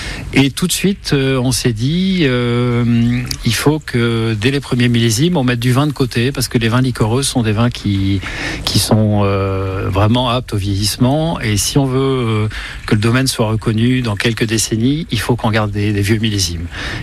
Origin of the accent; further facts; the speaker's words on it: Brest, Brittany, France; moved away as an adult; je suis breton, je suis né à Brest